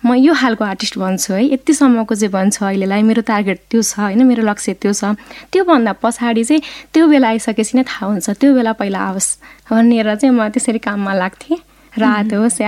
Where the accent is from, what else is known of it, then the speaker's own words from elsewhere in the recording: Gandaki Province, Nepal; born there; त्यहाँ मेरो माटो छ, म जन्मेको होइन बासना छ, किन मेरो पुर्खौँदेखि नै त्यहीँ हुनुहुन्छ